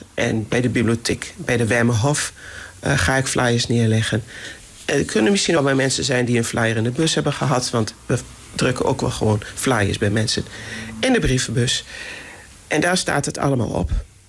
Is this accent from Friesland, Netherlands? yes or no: no; Borculo, Gelderland, Netherlands; Ik zelf ben van oorsprong, kom ik uit Borculo.